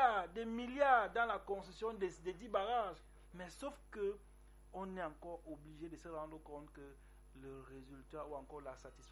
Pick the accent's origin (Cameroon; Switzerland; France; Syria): Cameroon; nous sommes Camerounais